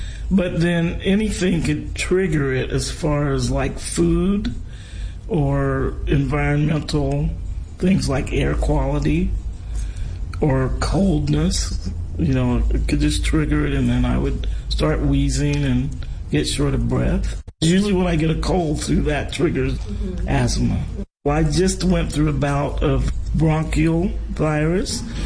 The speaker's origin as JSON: {"language": "English", "town": "Portland", "region": "Oregon", "country": "United States", "said": "I'm from Portland, Oregon."}